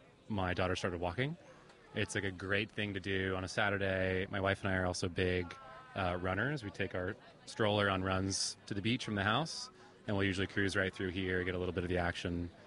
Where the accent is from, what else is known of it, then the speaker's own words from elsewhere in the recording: Ventura, California, United States; I'm from Ventura.